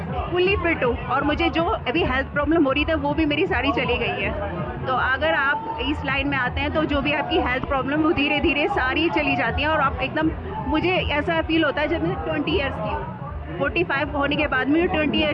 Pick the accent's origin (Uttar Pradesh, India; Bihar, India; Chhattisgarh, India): Uttar Pradesh, India; Ghaziabad; और मैं गाजियाबाद NCR दिल्ली से आई हूँ